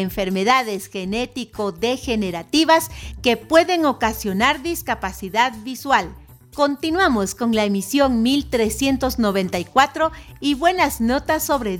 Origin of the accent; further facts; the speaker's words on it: Ecuador; nos une como ecuatorianos